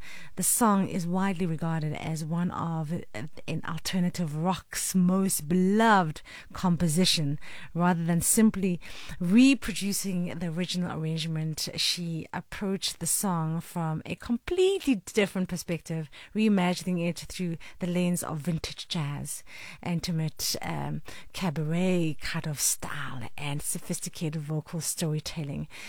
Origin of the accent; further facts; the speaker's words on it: South Africa; I mean, I'm not French, I'm South African.